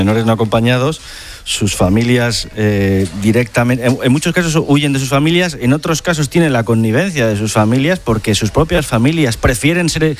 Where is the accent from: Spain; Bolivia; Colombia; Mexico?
Spain; es algo de lo que sentirnos orgullosos como españoles.